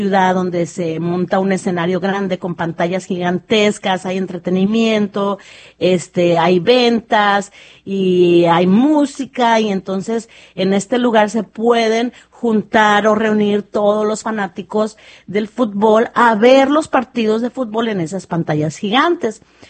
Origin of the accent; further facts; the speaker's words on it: Mexico; yo soy mexicana, soy mexicoamericana, tengo las dos ciudadanías